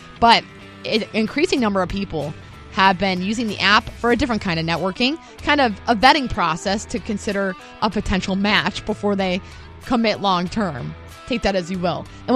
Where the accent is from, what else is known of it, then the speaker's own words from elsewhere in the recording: Ireland; Made me proud as an Irish person.